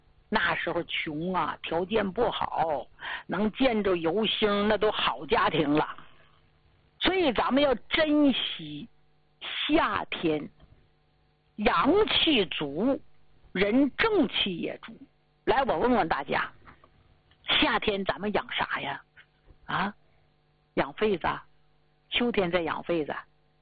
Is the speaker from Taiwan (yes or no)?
no; Northeast China, China